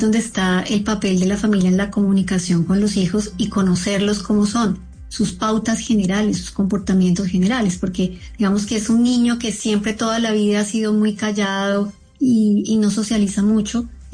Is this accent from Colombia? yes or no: yes; Colombia; Lo que nos protege a nosotros como colombianos y como latinoamericanos en general es el soporte de la familia.